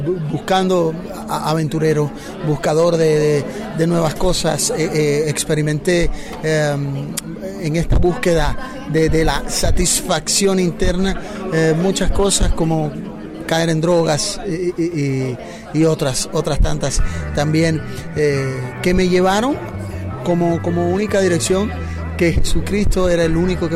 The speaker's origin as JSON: {"language": "Spanish", "country": "Bolivia", "tie": "born or raised there", "said": "Y venimos de Bolivia con mucho cariño para que pueda ser utilizada nuestra música como herramienta que alcance a más personas."}